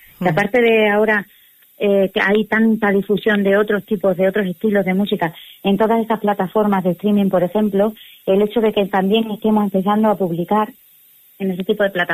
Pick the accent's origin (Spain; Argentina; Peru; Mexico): Spain; Extremadura; nuestra herencia como extremeños